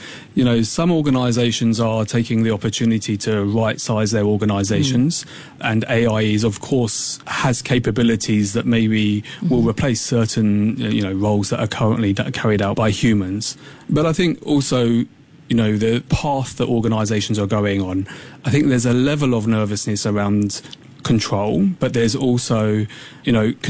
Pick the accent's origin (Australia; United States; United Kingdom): United Kingdom; England; accent: English; You may tell from my accent, I will 100% be cheering for England